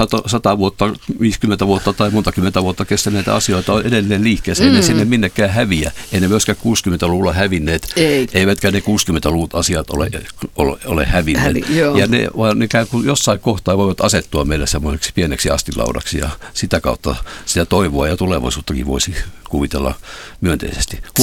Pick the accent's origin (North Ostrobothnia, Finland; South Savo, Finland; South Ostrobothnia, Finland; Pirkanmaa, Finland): South Savo, Finland; Mikkeli; Kasvoin Mikkelissä, joka oli varuskuntakaupunki